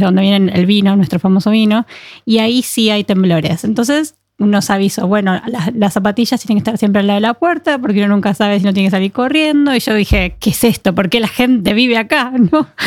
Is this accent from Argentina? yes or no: yes; Buenos Aires, Argentina; Yo soy originaria de Buenos Aires, desde auténtica porteña, pero no bailo tango.